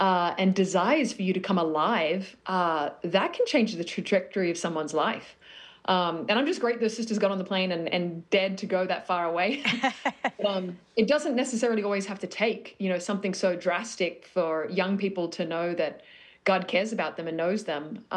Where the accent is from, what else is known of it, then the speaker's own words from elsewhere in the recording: Australia; You know, as an Australian, I was involved in everything, but it was rugby sevens that caught my heart in the end.